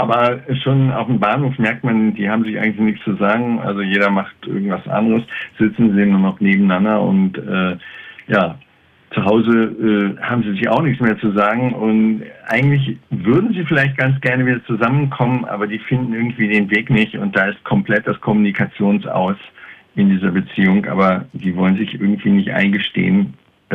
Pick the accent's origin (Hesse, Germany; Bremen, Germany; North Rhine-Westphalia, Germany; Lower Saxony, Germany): Bremen, Germany; Bremerhaven; born there; also born or lived in Erding / Munich; Da sind wir im Schnitt so alle 4 Jahre umgezogen. Ich bin tatsächlich in Bremerhaven geboren und dann viel rumgekommen.